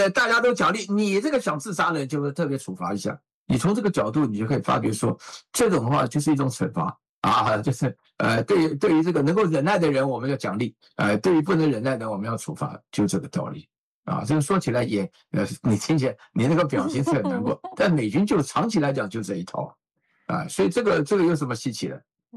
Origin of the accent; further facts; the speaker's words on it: Shandong, China; 比如说像我家乡的人，最优秀的人才啊，那进北大清华不算以外，其他都想当兵。哎，山东人没一个例外啊